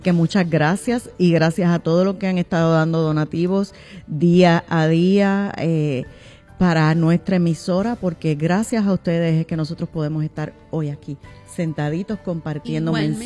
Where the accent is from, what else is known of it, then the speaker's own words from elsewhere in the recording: Yabucoa, Puerto Rico; que soy de Yabucoa